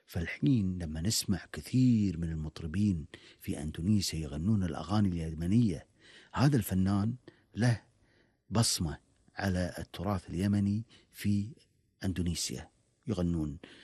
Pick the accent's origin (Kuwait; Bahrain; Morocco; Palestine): Kuwait; عندنا في الكويت والخليج